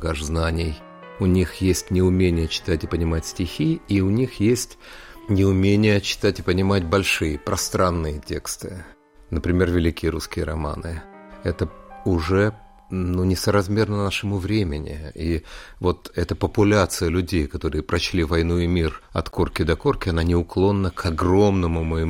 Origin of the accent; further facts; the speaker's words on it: Kamchatka Krai, Russia; born there; Отец военный врач, поэтому мы кочевали по всему Союзу. Я родился на Камчатке, мой брат в Баку.